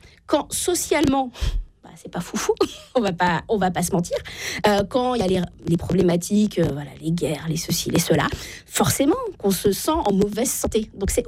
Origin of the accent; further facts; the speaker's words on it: Normandy, France; Moi, je viens de la Normandie, Uber Eats n'est pas arrivé partout en France, on est bien d'accord.